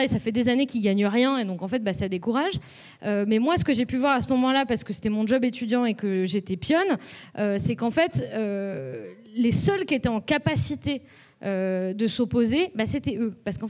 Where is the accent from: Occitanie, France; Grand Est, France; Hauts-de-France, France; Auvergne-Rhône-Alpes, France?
Auvergne-Rhône-Alpes, France; Lyon; moi, à la base, je viens de Lyon.